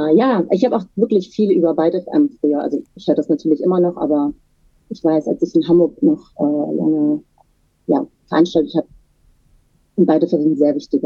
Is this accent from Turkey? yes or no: yes; Turkey; ich bin ja selber Türkin und queer